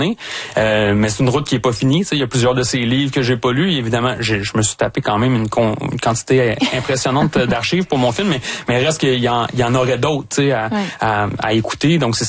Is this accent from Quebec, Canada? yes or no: yes; Pointe-aux-Trembles, Quebec, Canada; born or raised there